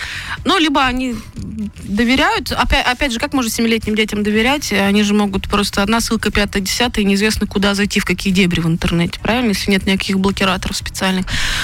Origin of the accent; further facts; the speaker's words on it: Perm Krai, Russia; Я, потому что родом из Пермского края.